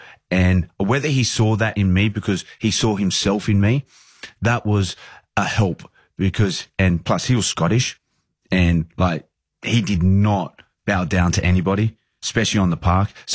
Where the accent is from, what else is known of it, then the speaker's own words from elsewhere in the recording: Australia; moved away; Like I'm coming over as an Australian into an English setup, competing with young English players to be the number one to play for their club.